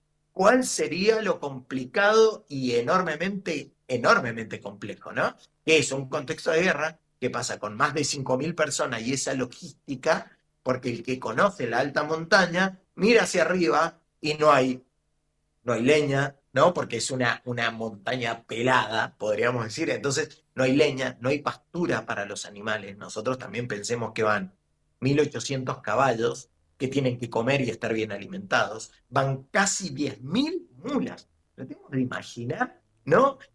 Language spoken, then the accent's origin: Spanish; Argentina; nosotros como argentinos, como alumnos que hemos ido a la escuela, y nos han enseñado de alguna manera la gesta libertadora